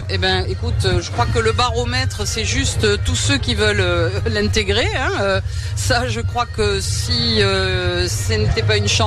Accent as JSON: {"language": "French", "country": "France", "said": "nous, on est français"}